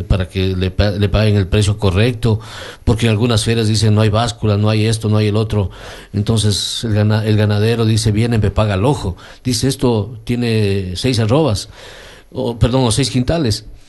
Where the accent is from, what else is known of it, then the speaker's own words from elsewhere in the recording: Loja, Ecuador; now in Ecuadorian Amazon (Oriente), Ecuador; mi tierra Loja